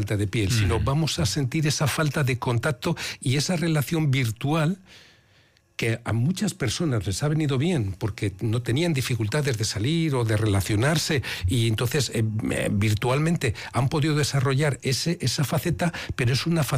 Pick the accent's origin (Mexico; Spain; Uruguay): Spain; Bilbao, Basque Country; Yo cuando me preguntan de dónde eres, digo, de Deusto. Y luego hace tiempo que no vivo en Deusto, pero esa referencia, sí, esa socialización, sí, automáticamente sí te sale